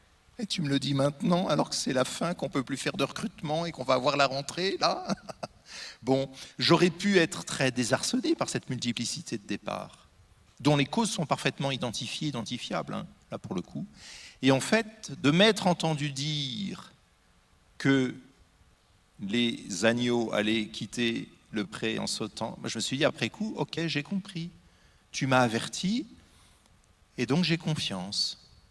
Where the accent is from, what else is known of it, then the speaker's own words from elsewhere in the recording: Normandy, France; Je suis normand